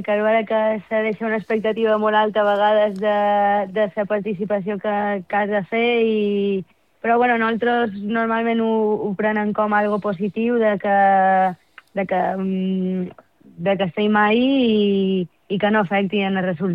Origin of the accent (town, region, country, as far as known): Palma, Balearic Islands, Spain; born there